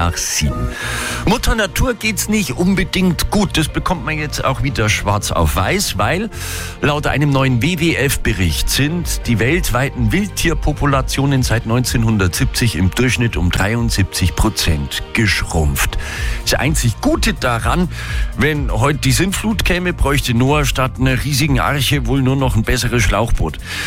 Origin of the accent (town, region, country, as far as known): Germany